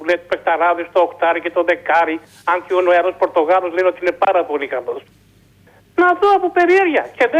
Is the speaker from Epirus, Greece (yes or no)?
no; Petralona, Attica, Greece; born there; Είμαι και εγώ 65 χρονών, γεννήθηκα και εγώ στα Πετράλωνα.